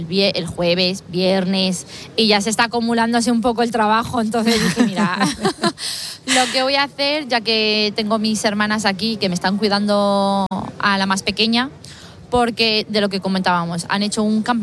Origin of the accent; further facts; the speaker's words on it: Aldea del Fresno, Community of Madrid, Spain; Somos de Aldea del Fresno.